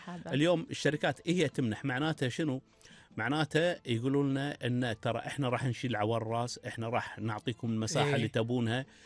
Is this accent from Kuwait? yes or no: yes; Kuwait; عندنا بالكويت